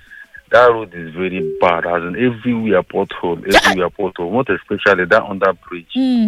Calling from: Lagos, Nigeria; I'm calling from Ado Road.

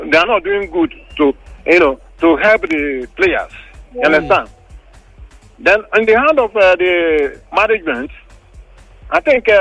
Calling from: Ikorodu, Lagos, Nigeria; I'm calling from Ikorodu.

